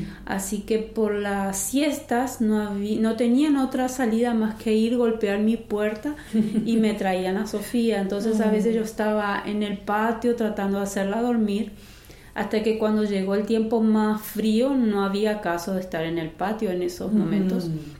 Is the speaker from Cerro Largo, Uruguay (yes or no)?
no; Montevideo, Uruguay; moved away as an adult; now in Asunción, Paraguay; soy de Uruguay, Montevideo, y estamos como misioneros en Paraguay con mi esposo y mis hijos.